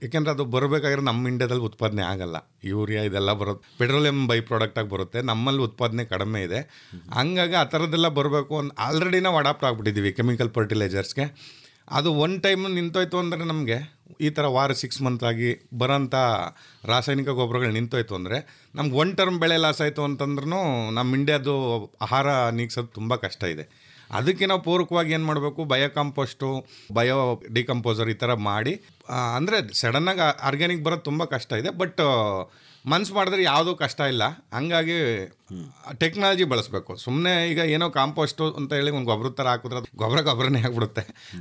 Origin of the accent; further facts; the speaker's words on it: Dinka, Karnataka, India; ನಂದು ಮಂಡ್ಯ ಜಿಲ್ಲೆ ಪಾಂಡವಪುರ ತಾಲೂಕು ಡಿಂಕಾ ಗ್ರಾಮದಲ್ಲಿ ಇದ್ದದ್ದು. ನಂದು ಬಾಲ್ಯದ ಎಜುಕೇಷನ್ ಎಲ್ಲ ಡಿಂಕಾ ಗ್ರಾಮದಲ್ಲೇ ಆಗಿದೆ. ಮತ್ತು ನಮ್ಮದು ಕೃಷಿ ಪ್ರಧಾನ ಕುಟುಂಬದಿಂದ ಬಂದು